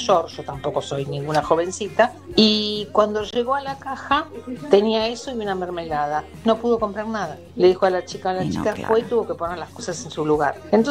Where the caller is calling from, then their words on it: Buenos Aires, Argentina; Yo vivo en Belgrano.